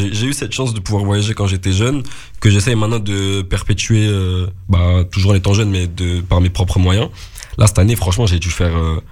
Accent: Morocco; moi-même je suis marocain

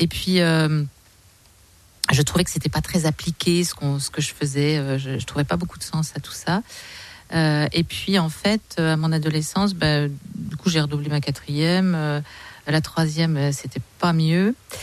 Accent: Pontarlier, Bourgogne-Franche-Comté, France; Non, je suis originaire de Pontarlier, alors c'est pas très loin, mais je suis née à Pontarlier.

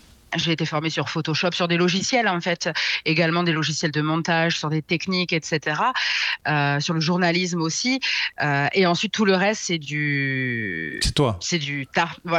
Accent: Nice, Provence-Alpes-Côte d'Azur, France; moved away as an adult; also born or lived in Paris; now in Auch, France; je suis d'ici et d'ailleurs, en vrai, je suis parisienne de naissance, dans le Gers. J'ai vécu la plupart du temps, enfin jusqu'à mes 22 ans, à Nice néanmoins

